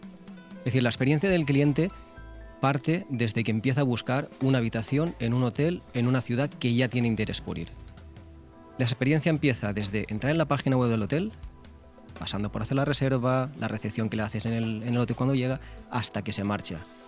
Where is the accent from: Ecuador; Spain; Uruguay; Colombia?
Spain; Oliva, Valencian Community; now in Benidorm, Spain; yo soy de Oliva, por lo cual me queda muy cerquita de casa